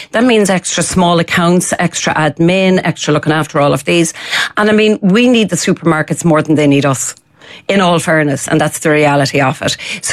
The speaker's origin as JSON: {"language": "English", "country": "Ireland", "said": "as an Irish person"}